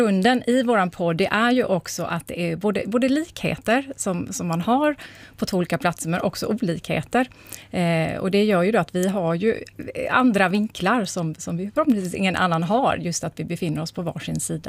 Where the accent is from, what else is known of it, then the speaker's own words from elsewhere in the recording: Halmstad, Halland County, Sweden; jag är ju från Halmstad